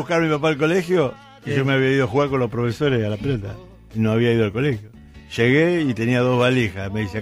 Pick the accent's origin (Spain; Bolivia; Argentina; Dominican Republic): Argentina; San Telmo, Buenos Aires